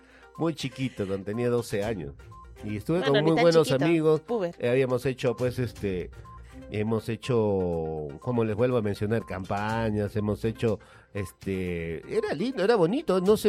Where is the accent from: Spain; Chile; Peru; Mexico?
Peru